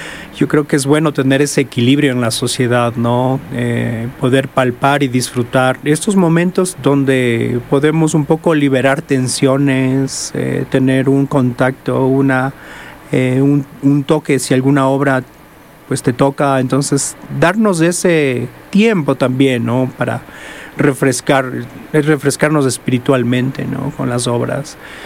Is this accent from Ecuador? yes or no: yes; Quito, Pichincha, Ecuador; born there; now in Cuenca, Ecuador